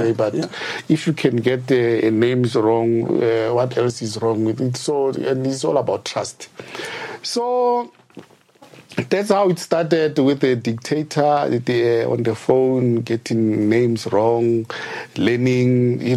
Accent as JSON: {"language": "English", "region": "Gauteng", "country": "South Africa", "tie": "born or raised there", "said": "I grew up in outside Pretoria. And you know, Pretoria have got their own language"}